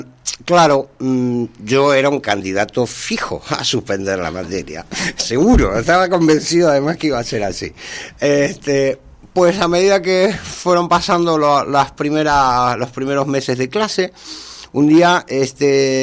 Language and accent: Spanish; Buenos Aires, Argentina; moved away; also born or lived in San Rafael, Mendoza, Argentina; Yo nací en la ciudad de Mendoza, en la provincia de Mendoza, en la ciudad de San Rafael, pero teniendo yo un año, la familia se trasladó a Buenos Aires, con lo cual me crié en Buenos Aires. De hecho, Mendoza la conocí ya con 18, 19 años.